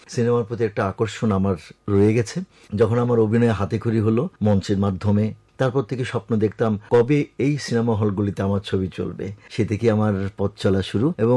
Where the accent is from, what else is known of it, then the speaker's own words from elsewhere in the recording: Chittagong, Chittagong Division, Bangladesh; moved away as an adult; also born or lived in Lakshmipur; now in Dhaka, Bangladesh; যদিও আমার দেশের বাড়ি লক্ষ্মীপুর, কিন্তু আমার জন্মস্থান হয়ে গেছে চট্টগ্রাম। যেহেতু বাবার চাকরি করার সুবাদে চিটাং থাকাতে আমার জন্মস্থান চিটাং হয়েছে 1958 সনের 31 ডিসেম্বর। সেই চিটাংয়ে বেড়ে ওঠা, সেই চিটাং থেকেই আমার লেখাপড়া সবকিছু শুরু।